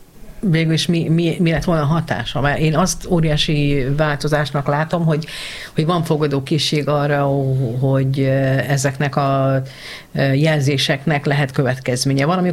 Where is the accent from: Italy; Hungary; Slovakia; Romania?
Hungary